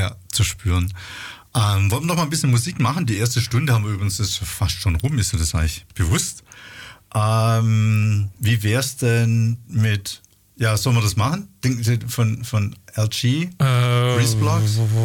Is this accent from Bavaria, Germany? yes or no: no; Rottenburg, Baden-Württemberg, Germany; Ich komme aus der Ecke Rottenburg.